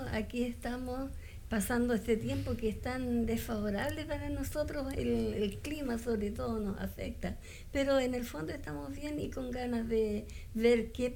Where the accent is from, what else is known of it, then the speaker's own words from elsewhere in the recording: Longaví, Maule, Chile; yo llegué cuando tenía como 7 años.